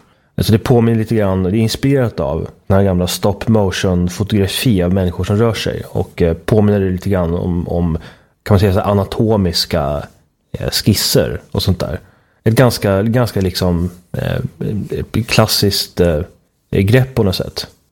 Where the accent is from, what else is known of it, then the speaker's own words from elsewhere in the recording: Uppsala, Uppsala County, Sweden; Ja, en väldigt intressant kulturstrid från min hemstad. Min hemstad som blir svårare och svårare att känna stolthet och kärlek inför.